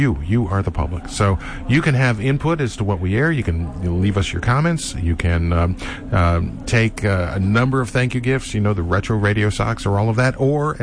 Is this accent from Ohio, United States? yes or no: yes; Cleveland, Ohio, United States; I grew up in Cleveland, right? And we lived in the suburbs, and it would take that long for my dad to get to work in downtown Cleveland.